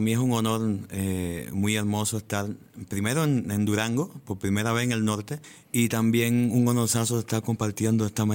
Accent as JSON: {"language": "Spanish", "region": "Guantánamo", "country": "Cuba", "tie": "born there", "moved": "yes", "said": "como nací en el Caribe"}